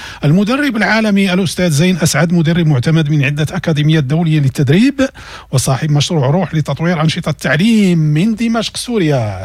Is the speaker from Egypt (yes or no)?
no; Morocco; وحتى عندنا في المغرب الانتخابات على الأبواب،